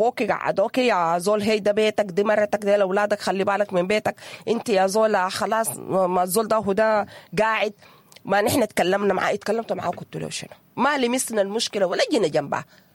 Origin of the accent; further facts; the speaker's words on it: Sudan; نحن كسودانيين متعودين على الاحتزار